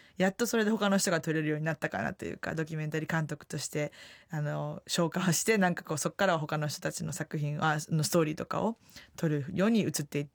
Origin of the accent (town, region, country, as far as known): Osaka, Japan; born or raised there; moved away as an adult; also born or lived in New York